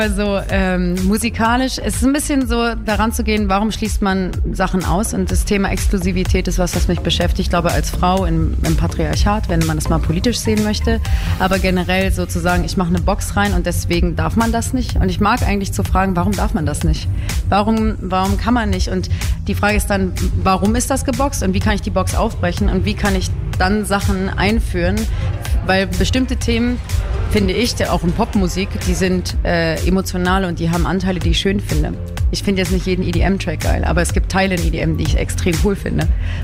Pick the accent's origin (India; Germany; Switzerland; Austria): Germany; Berlin; Ich bin in Berlin groß geworden